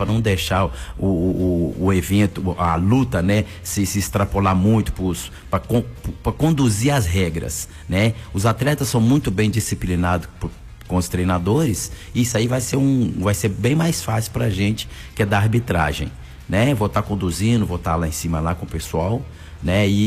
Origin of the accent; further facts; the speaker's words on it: Belo Horizonte, Minas Gerais, Brazil; É minha segunda vez aqui, né, em Caetité. Sou lá de BH, de Minas Gerais, né?